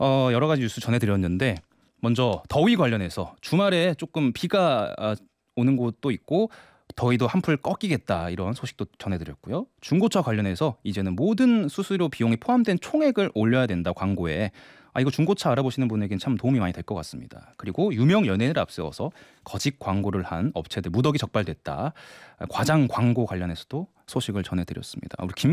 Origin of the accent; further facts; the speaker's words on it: Jeonju, North Jeolla, South Korea; 아, 제 고향이 전주인데 여기도 이렇게 덥네요.